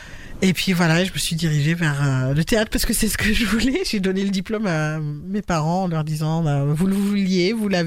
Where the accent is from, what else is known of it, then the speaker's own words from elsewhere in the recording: Oran, Oran Province, Algeria; moved away as an adult; now in France; j'ai grandi en Algérie, à Oran